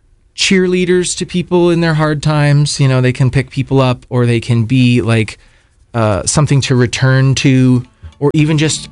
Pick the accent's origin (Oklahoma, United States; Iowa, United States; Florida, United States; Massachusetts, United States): Iowa, United States; From my home state.